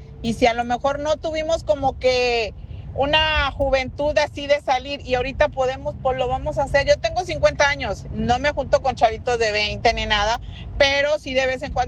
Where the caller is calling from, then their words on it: Reynosa, Tamaulipas, Mexico; tengo 50 años, ¿ok? … soy de Reynosa, Tamaulipas.